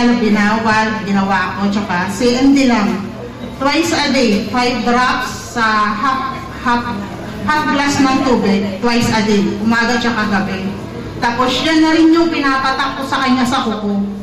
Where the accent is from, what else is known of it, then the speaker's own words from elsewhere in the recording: Gubat, Bicol Region, Philippines; Ariman po.